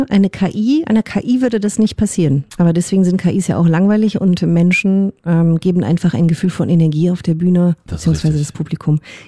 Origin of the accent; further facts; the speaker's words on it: Düsseldorf, North Rhine-Westphalia, Germany; Ja, ich muss aufhören damit, ich komme aus Düsseldorf, aber ich liebe es einfach, Kölsch zu sprechen, es tut mir leid.